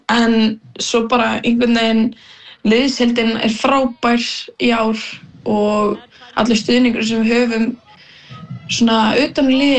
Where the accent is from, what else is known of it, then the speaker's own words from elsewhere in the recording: Vopnafjörður, Eastern Region, Iceland; Já, við erum svo að frá Vopnafirði og þá mjög líklegt að við séum að vinna í Brim.